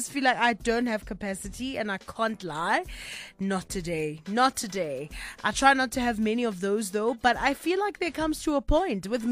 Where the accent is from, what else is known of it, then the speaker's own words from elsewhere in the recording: Kimberley, Northern Cape, South Africa; moved away; she was in my hometown this past weekend of my hometown of Kimberley.